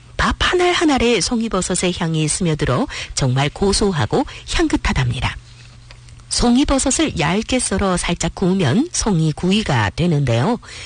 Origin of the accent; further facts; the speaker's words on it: Yanbian, Jilin, China; 음식 하나하나에는 우리 고향 연변의 자연과